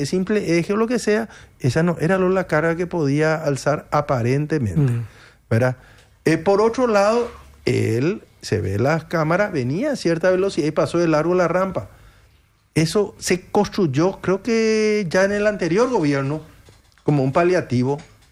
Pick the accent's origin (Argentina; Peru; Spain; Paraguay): Paraguay